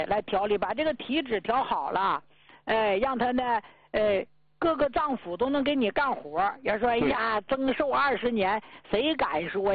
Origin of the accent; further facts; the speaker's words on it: Northeast China, China; 咱们东北人知道啥叫肚挺慌